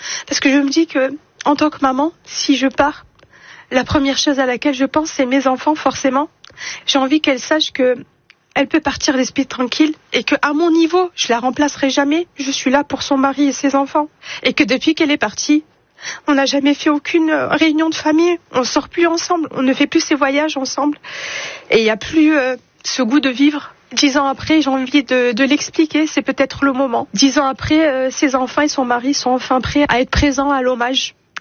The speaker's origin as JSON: {"language": "French", "town": "Nice", "region": "Provence-Alpes-Côte d'Azur", "country": "France", "tie": "born there", "said": "je suis née à Nice."}